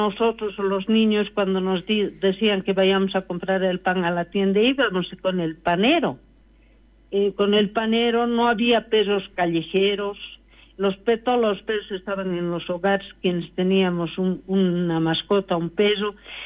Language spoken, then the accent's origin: Spanish; Oruro, Bolivia; soy orureña